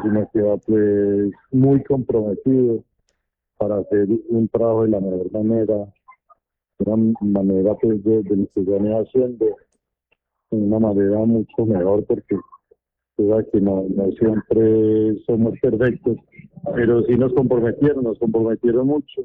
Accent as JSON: {"language": "Spanish", "town": "Marquetalia", "region": "Caldas", "country": "Colombia", "said": "uno es de la zona, que uno es de Marquetales"}